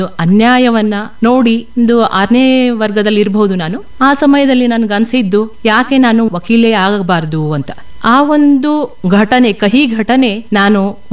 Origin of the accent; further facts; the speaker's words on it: Athani, Karnataka, India; born there; ನನ್ನ ಹುಟ್ಟು ಶ್ರೀ ಅಥಣಿ ಮುರುಗೇಂದ್ರ ಶಿವಯೋಗಿಗಳ ಪುಣ್ಯ ತಪೋಭೂಮಿಯಾದ ಅಥಣಿಯಲ್ಲಿ ನನ್ನ ಜನನ.